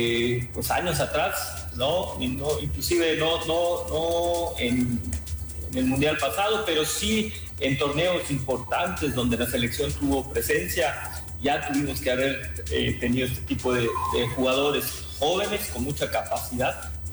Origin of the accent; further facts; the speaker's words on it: Mexico; hablando como mexicanos.